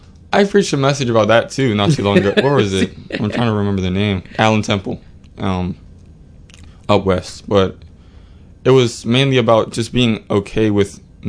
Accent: Bermuda; So I am Bermudian.

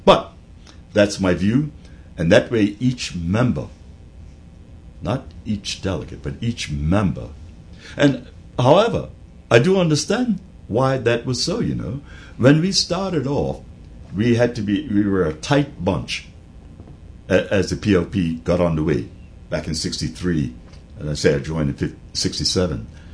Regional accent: Hamilton Parish, Bermuda; because I'm from Hamilton Parish

